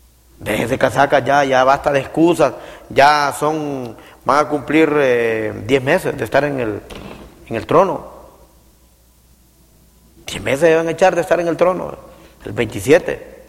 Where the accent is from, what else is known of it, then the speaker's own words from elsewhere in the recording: Honduras; Yo estoy en contra de todos aquellos que pierden la identidad como hondureños.